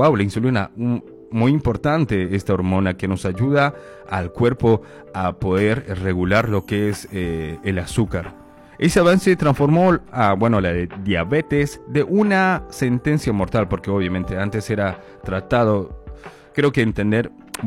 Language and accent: Spanish; Bolivia; now in Argentina